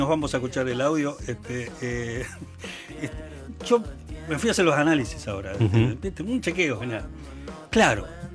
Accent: Lomas de Zamora, Buenos Aires Province, Argentina; moved away; yo soy de Lomas, aunque viva en la China.

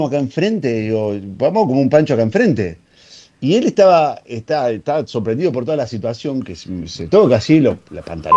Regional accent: Rosario, Santa Fe, Argentina; yo también soy rosarino

